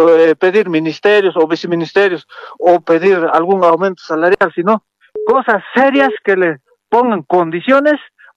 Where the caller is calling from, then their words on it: Oruro, Bolivia; Buen día, don Rubén Quispe, desde Oruro.